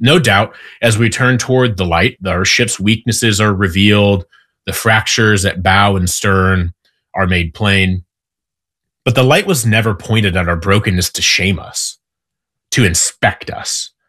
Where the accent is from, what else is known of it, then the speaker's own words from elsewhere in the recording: Midwest, United States; now in Mid-South, United States; I grew up in the Midwest, so fall typically tended to start closer to September than it does for me now.